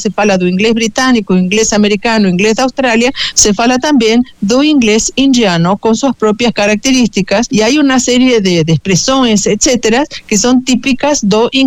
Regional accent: Argentina; Portuguese is a second language; now in Brazil; quando vim morar no Brasil, eu sou argentina

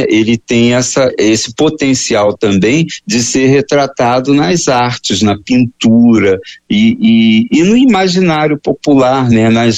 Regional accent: Rio de Janeiro, Brazil; Eu sou do Rio de Janeiro, e então, assim, eu tive na minha criação um pouco contato com o Rio São Francisco

